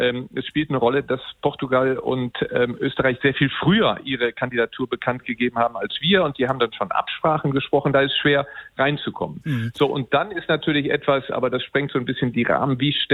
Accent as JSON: {"language": "German", "region": "Rhineland", "country": "Germany", "said": "als Rheinländer sind wir ja Klüngel gewohnt."}